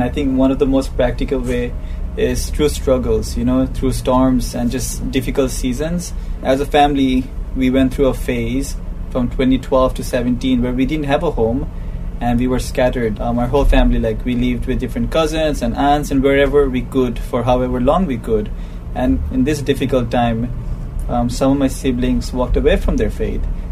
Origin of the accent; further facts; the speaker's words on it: Bangladesh; and I'm from Bangladesh. Yeah, my father's Sri Lankan, my mother's Bangladeshi. I was born and raised in Bangladesh.